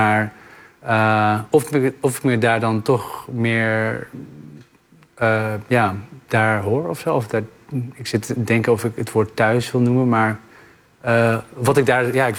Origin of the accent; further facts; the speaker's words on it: North Brabant, Netherlands; also born or lived in Middelburg; Ja, ik ben geboren in Middelburg, weet je wel, opgegroeid in Brabant.